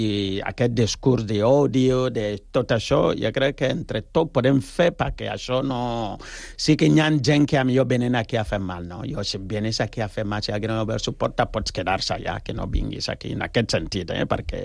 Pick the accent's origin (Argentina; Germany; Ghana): Ghana; Catalan is a second language; now in Spain; perquè jo soc de Ghana, tu imagina que jo vinc aquí amb un taparrabo o una aliança, això no és així.